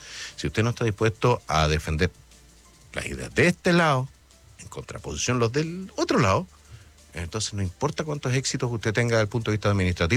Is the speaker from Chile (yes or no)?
yes; Chile; en comparación con el resto del barrio éramos una joya.